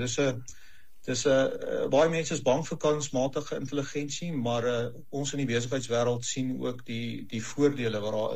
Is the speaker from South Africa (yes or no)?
yes; Klerksdorp, North West, South Africa; born there; also born or lived in Kroonstad, Free State; ek is maar ook van die platteland af. Tienus, ek is in Klerksdorp vir 'n lang ruk gewees en toe in Kroonstad het ek my hoërskoolloopbaan voltooi.